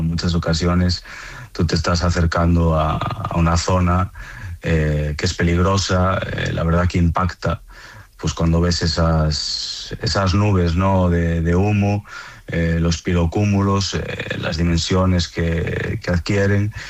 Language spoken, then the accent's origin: Spanish; Galicia, Spain; Es un tema estructural en mi tierra, en Galicia, muy relacionado con la despoblación